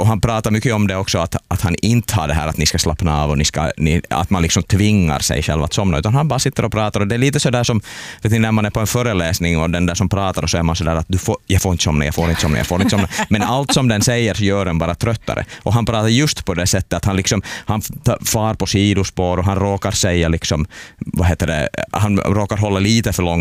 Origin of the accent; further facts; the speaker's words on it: Ostrobothnia, Finland; När jag är från Österbotten, så vi tittar ju alltid på... Jag har aldrig tittat på något finskt barnprogram, finlandssvenskt heller barnprogram. Vi tittar ju alltid på SVT i Österbotten.